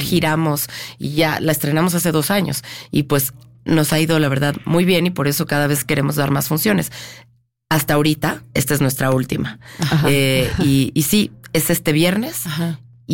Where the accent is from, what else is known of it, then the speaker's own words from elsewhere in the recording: Mexico; Es que yo soy la única mexicana en la película.